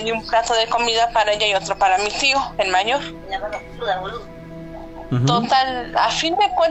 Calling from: Mexico City, Mexico; De aquí, de la Ciudad de México.

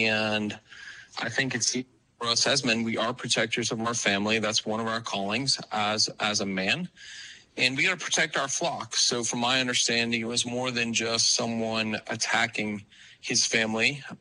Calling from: Boston, Massachusetts, United States; I'm an Irishman from Boston

